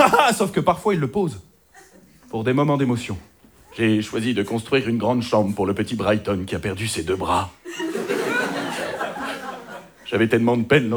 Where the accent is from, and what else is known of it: Hauts-de-France, France